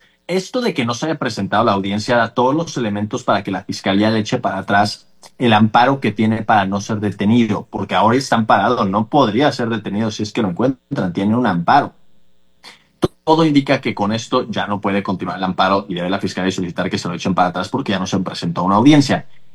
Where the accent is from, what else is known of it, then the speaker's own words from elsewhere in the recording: Mexico; soy un mal mexicano en ese sentido